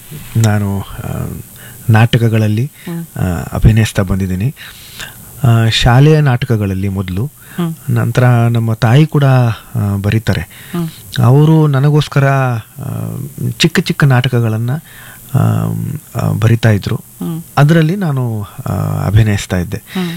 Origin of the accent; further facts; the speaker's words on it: Dharwad, Karnataka, India; also born or lived in Mumbai / Jath; now in Bengaluru, India; ಈಗ ಕಳೆದ 30 ವರ್ಷಗಳಿಂದ ಬೆಂಗಳೂರಲ್ಲೇ ಇದ್ದೀನಿ. ಅದಕ್ಕೆ ಮುಂಚೆ ಧಾರವಾಡದಲ್ಲೇ ಬೆಳೆದೆ. ಮುಂಬೈಯಲ್ಲಿ ನಾನು ಹುಟ್ಟಿದ್ದು, ಜೊತೆಗೆ ಮುಂಬೈಯಲ್ಲಿ ಒಂದಿಷ್ಟು ವರ್ಷ ಓದಿದ್ದೀನಿ ಕೂಡ.